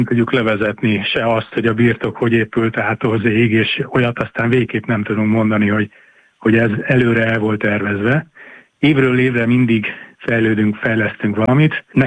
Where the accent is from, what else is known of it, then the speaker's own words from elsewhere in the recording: Zala, Hungary; moved away as an adult; also born or lived in Budapest; now in Zala County, Hungary; Én eredetileg zalai vagyok